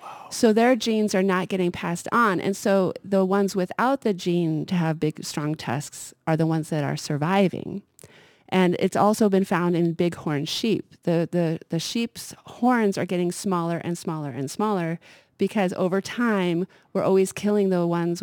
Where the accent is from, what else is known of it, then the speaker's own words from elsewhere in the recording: Missoula, Montana, United States; moved away; I grew up in Missoula and we, once in a while, you'd see a deer in town.